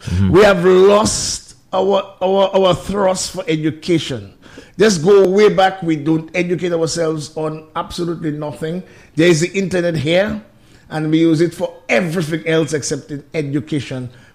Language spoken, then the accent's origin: English; Portsmouth, Dominica; also born or lived in Roseau, Dominica; I was really from Port of Silver